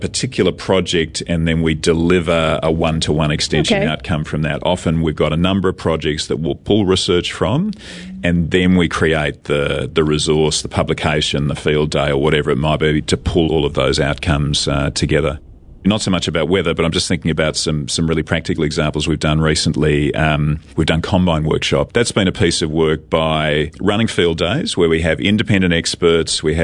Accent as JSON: {"language": "English", "country": "Australia", "moved": "as an adult", "lives_now": "New Zealand"}